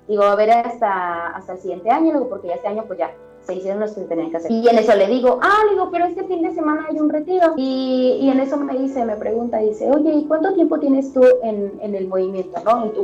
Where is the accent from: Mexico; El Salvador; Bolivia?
Mexico; central Mexico; los que somos de México